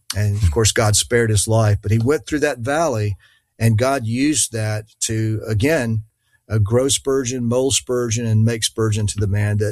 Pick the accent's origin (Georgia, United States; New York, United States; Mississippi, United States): Georgia, United States; Dawsonville; accent: country; a fellow Dawsonvillian, or used to be at least.